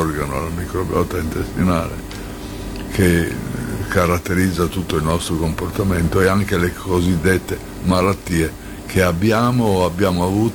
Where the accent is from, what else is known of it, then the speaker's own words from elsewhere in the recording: Bologna, Emilia-Romagna, Italy; also born or lived in Padua / Giulianova; Beh, sono nato a Padova, sì, a 2 anni sono andato a Bologna, è stato sempre Bologna e Giulianova